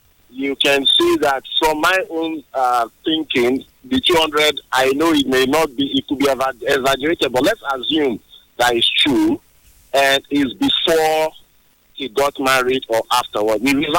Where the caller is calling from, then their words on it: Port Harcourt, Rivers, Nigeria; I'm calling from Port Harcourt.